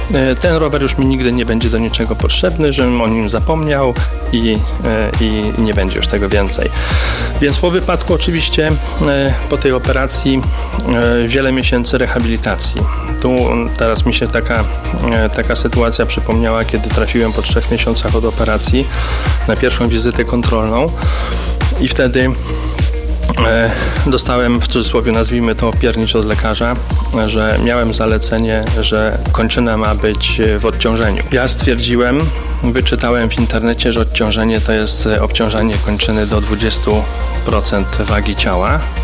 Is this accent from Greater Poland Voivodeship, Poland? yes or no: no; Jelenia Góra, Lower Silesian Voivodeship, Poland